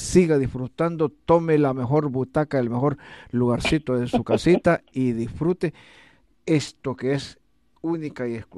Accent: El Salvador; moved away; a mí me dicen, ¿de dónde sos? Automáticamente salvadoreño. No, de verdad, sí, que no parece salvadoreño, que no parezco es una cosa, pero soy orgullosamente salvadoreño.

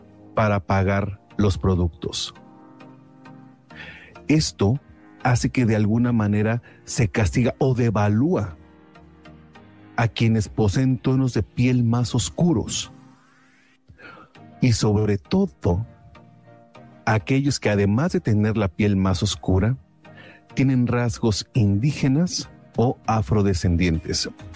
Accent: Mexico; los que somos mexicanos sabemos de los whitexicans, y normalmente a los que somos de piel más oscura nos dicen nacos, nos dicen feos, nos dicen prietos.

